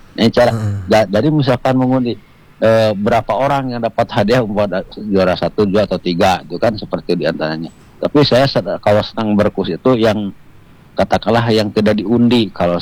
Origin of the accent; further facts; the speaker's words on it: West Java, Indonesia; walaupun saya lahir di Sunda, besar di Sunda, keturunan orang Sunda, tapi ada mungkin saya darah Aceh, kakek saya orang Aceh